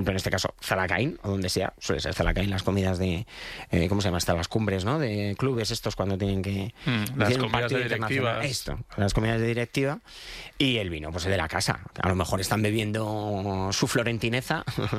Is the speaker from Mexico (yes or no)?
no; Leganés, Community of Madrid, Spain; aunque he criado en Leganés